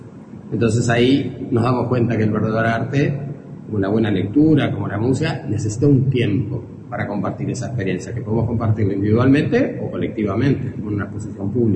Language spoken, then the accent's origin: Spanish; Montevideo, Uruguay; Por lo general me hace la gente de Montevideo, yo soy de Montevideo, uh-huh.